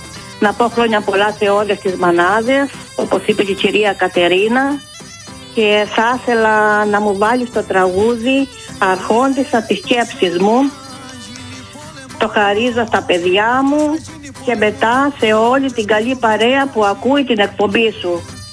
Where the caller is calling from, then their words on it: Ierapetra, Crete, Greece; είμαι από την Ιερά Πέτρα.